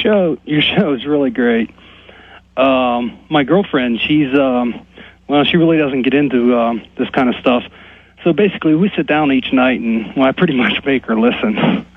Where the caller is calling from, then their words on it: Pennsylvania, United States; Pennsylvania. Yes, sir.